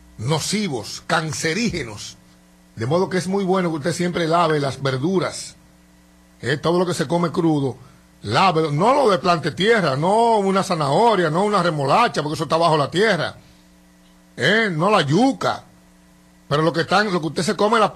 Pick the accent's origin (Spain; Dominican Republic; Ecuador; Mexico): Dominican Republic